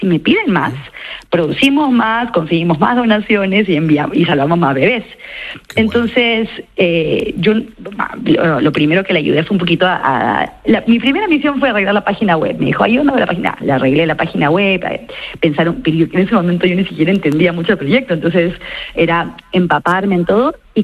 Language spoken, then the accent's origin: Spanish; Peru; now in Spain; Yo soy peruana. Terminé en España no por casualidad